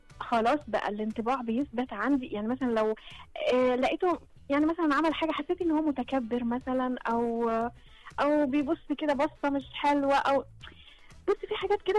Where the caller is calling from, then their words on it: Sohag, Sohag Governorate, Egypt; accent: Sa'idi; انا من وانا صغيره، انا من سوهاج